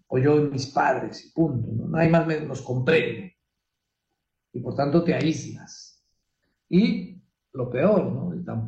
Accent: Peru; en el caso para nosotros, el Perú, nuestra madre patria.

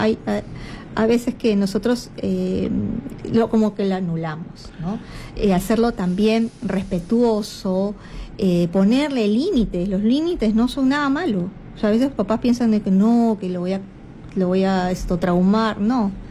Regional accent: Lima, Peru; Recuerdo cuando era niña, yo vivía en Breña

